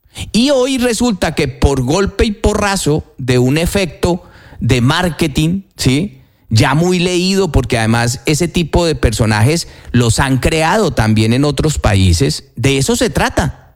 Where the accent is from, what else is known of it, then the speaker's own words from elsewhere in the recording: Colombia; moved away; no vivo en Colombia. Yo aquí tengo mi vida hecha.